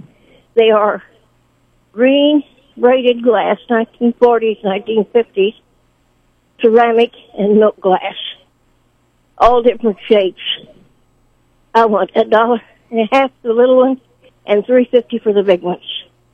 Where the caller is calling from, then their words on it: Sedalia, Missouri, United States; Okay, I'm from Sedalia.